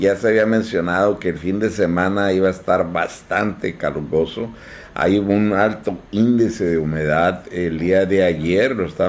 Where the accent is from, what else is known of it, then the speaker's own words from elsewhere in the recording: Mexico; pero pues somos mexicanos, sentimos orgullosos de lo que hacen nuestros jugadores